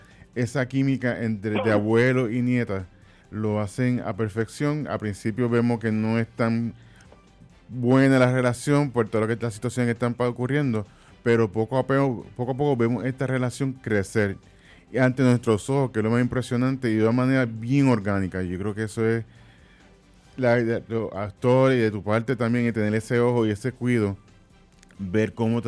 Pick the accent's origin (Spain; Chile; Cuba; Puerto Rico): Puerto Rico; yo creo que algo que debo como puertorriqueño conversarlo